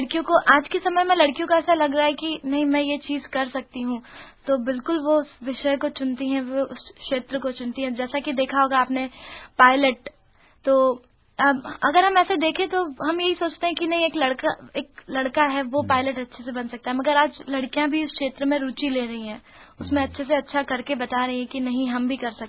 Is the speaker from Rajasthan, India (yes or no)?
no; Indore, Madhya Pradesh, India; born there; संतोष जी, इंदौर में ही मेरा जन्म हुआ है